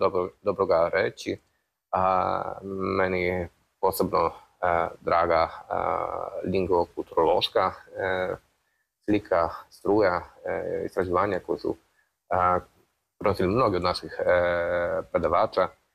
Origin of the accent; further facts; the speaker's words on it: Kraków, Lesser Poland, Poland; Serbian is a second language; dolazim iz Krakova, iz Poljske. Radim na institutu za slovensku filologiju Jagiellonskog univerziteta u Krakovu